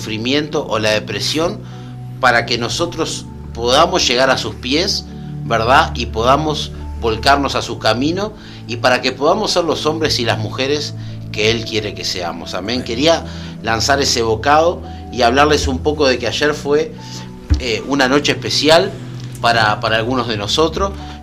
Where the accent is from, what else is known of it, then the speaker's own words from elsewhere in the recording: Montevideo, Uruguay; born there; Yo soy al menos citadino de ciudad. Nací en Montevideo. Trabajo en el interior.